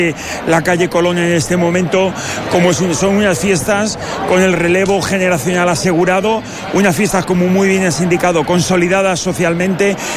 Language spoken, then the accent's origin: Spanish; Alicante, Valencian Community, Spain; son fiestas de todos nosotros, como alicantinos, como valencianos, pero especialmente como mediterráneos.